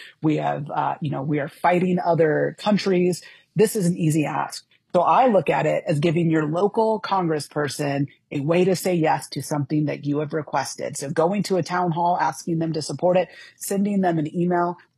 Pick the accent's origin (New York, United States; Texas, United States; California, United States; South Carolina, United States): California, United States; San Diego; I grew up in San Diego, though